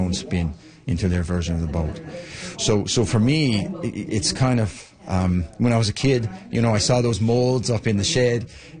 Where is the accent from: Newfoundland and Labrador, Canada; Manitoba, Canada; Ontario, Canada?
Newfoundland and Labrador, Canada; I grew up in Newfoundland, and my uncle's father-in-law was a master dory builder.